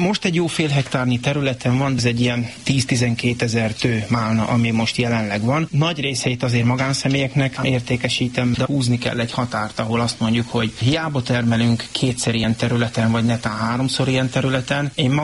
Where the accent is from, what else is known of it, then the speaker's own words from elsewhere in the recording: Varsány, Nógrád, Hungary; Igen, én úgy nőttem föl, hogy 10-12 éves koromban hajnal 4-kor ébresztettek, hogy menni kell málnát szedni, és nem volt, aki vigyázzon ránk, és nekünk is kellett menni a málnába. Hát akkor még itt Varsány területén hatalmas málnások voltak